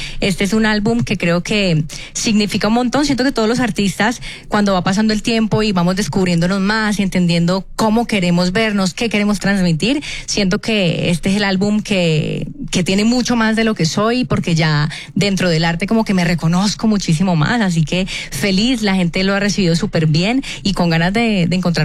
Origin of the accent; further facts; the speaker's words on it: Colombia; soy colombiana, amo el vallenato